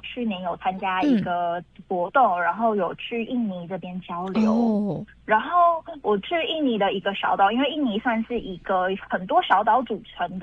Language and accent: Chinese; Hualien, Hualien County, Taiwan; 从我自己小时候是在花莲长大的，所以对于花莲的海边跟花莲的河川都有向往